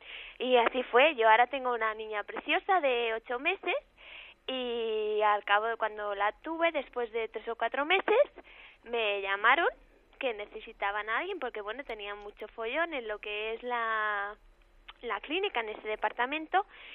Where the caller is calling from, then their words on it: Barcelona, Catalonia, Spain; Llamo desde Barcelona.